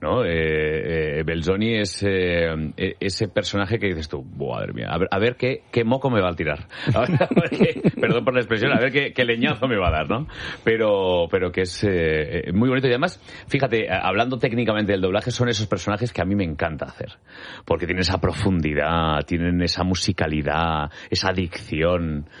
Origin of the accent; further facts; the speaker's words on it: Castellón, Valencian Community, Spain; como decimos en mi tierra, en Castellón